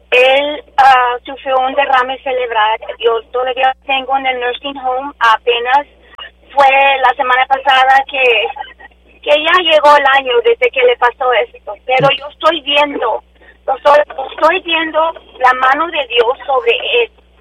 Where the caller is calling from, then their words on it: McAllen, Texas, United States; ahorita estoy en McAllen